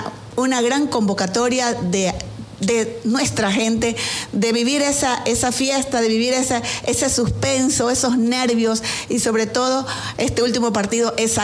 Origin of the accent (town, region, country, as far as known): Ecuador